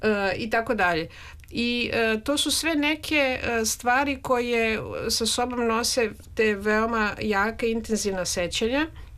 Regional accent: Belgrade, Serbia; Ja sam dete iz Beograda i kafana nikad nije bila mesto na kome sam se ja osjećala prijatno

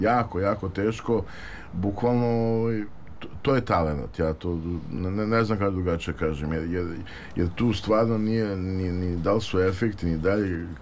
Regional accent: Belgrade, Serbia; da igrate u svom kraju i tu gde ste odrasli i toliko uspomena na svakom ćošku ima i tako dalje. Pošto sam ja jedan deo života posle živo na Vračaru, da sam tamo po majci babi i deda, tako da meni je zapravo ceo Beograd moj grad, ali Fontana mi je naravno uvek u srcu.

